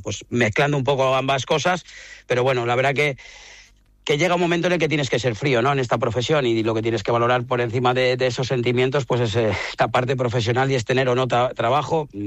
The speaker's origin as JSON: {"language": "Spanish", "town": "Valladolid", "region": "Castile and León", "country": "Spain", "said": "soy de Valladolid y del Valladolid, de las dos cosas, del Pucela"}